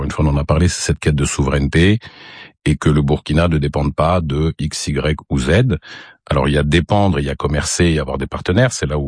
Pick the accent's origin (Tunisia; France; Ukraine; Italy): Tunisia; Je dis pas ça parce que je suis tunisien